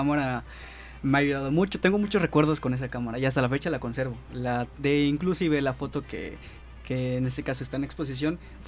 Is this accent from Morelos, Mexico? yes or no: no; Acapulco, Guerrero, Mexico; Yo soy de aquí, de Acapulco.